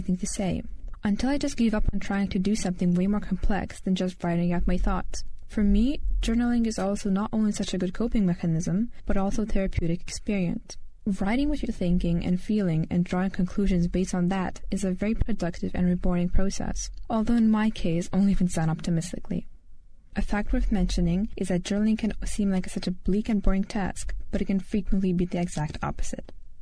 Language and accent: English; Lithuania; English is a second language